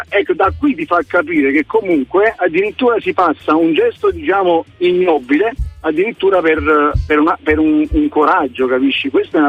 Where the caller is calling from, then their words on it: Naples, Campania, Italy; io personalmente che sono napoletano